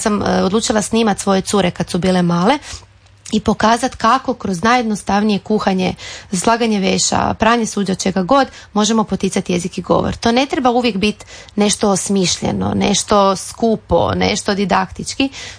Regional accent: Zagreb, City of Zagreb, Croatia; Ja sam odrasla u Sesvetama, odnosno u Sesvetskom Kraljevcu, i to je bilo drugačije. To su bile široke ulice, nismo imali parkove, imali smo dvorišta.

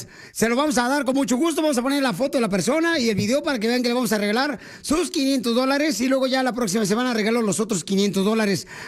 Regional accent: Mexico; también tenemos que apoyar como mexicanos el proceso que está llevando acá Rafa Márquez

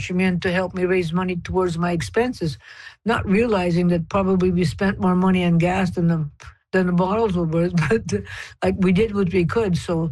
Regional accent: Ethelbert, Manitoba, Canada; my hometown is Ethelbert

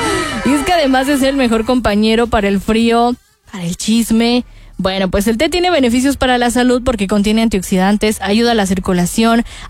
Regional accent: Mexico; el mariachi es parte de nuestra cultura, de nuestra riqueza, de nuestras raíces como mexicanos.

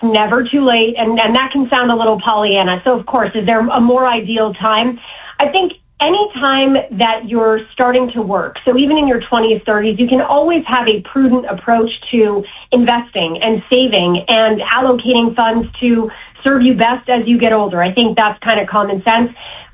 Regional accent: Boston, Massachusetts, United States; You know, I am a Bostonian. I do not sound like it. I know that.

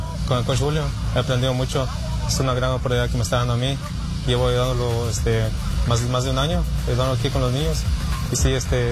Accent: Guatemala; now in Houston, United States; Soy de Guatemala.

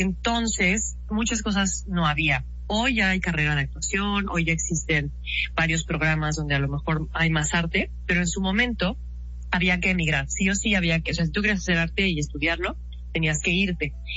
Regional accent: Cancún, Quintana Roo, Mexico; born there; moved away as an adult; also born or lived in Mexico City, Mexico / London, United Kingdom; Sí, soy de Ciudad de México realmente, pero sí, desde los 10 años llegamos a Cancún.

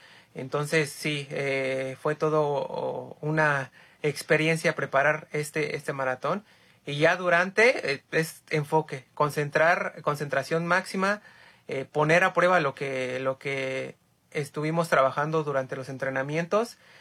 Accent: Mexico; México es mi país, créeme, por eso es que lo puse 100% mexicano, porque ahí nací, ahí crecí, ahí entreno, mis papás son de México, toda mi familia

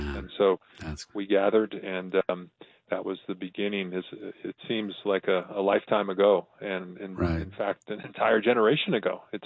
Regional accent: Long Island, New York, United States; I'm from New York. Mm-hmm. I grew up on Long Island

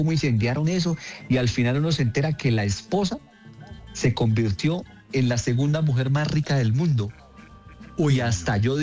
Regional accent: Santander, Colombia; now in Bogotá, Colombia; lo que es vivir en Bogotá, siendo santandereano

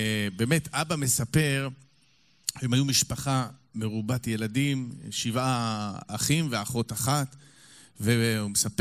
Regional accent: Tel Aviv, Tel Aviv District, Israel; born there; אני נולדתי בתל אביב כבר, אני לא ירושלמי, אני תל אביבי.

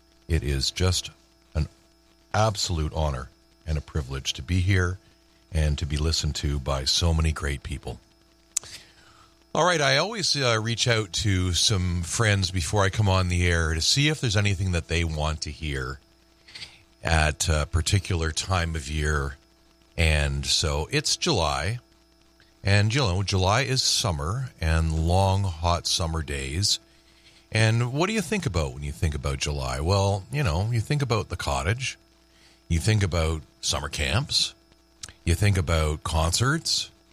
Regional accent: Toronto, Ontario, Canada; who collected records with me for many years as we were growing up in Toronto.

